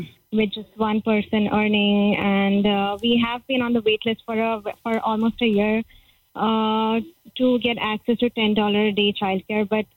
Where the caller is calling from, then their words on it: Summerland, British Columbia, Canada; I am just calling from Summerlin, BC.